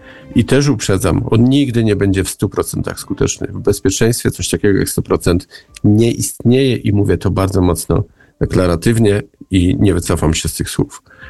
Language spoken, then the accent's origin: Polish; Silesian Voivodeship, Poland; Sam pochodzę z Górnego Śląska.